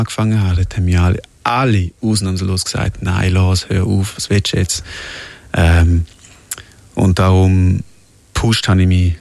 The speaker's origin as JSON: {"language": "German", "country": "Switzerland", "tie": "born or raised there", "said": "ich bin Schweizer, ich bin mega stolz und für mich ist es mega schön gewesen, hier aufzuwachsen, und ich will auch hier bleiben."}